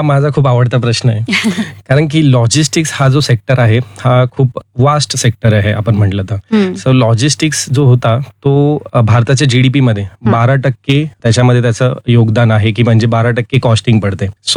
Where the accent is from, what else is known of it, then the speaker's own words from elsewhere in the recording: Nashik, Maharashtra, India; आम्ही स्वतः नाशिककर म्हणून आम्ही खूप प्राऊडली हा बिझनेस करतोय